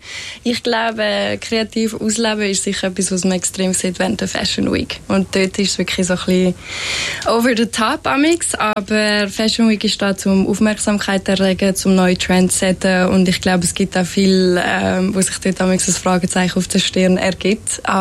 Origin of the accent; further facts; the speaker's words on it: Fislisbach, Aargau, Switzerland; Und bin dann, glaube ich, 3 Wochen später in der Schweiz, in meinem Dörfli in Fislisbach, wo ich aufgewachsen bin, teilweise zu der Kollegin gelaufen